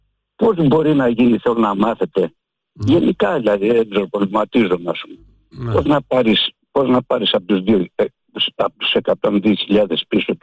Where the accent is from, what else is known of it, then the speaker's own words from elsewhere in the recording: Peloponnese, Greece; εμείς είμαστε από την άλλη μεριά, από το άλλο φορές, από τη Λακωνία.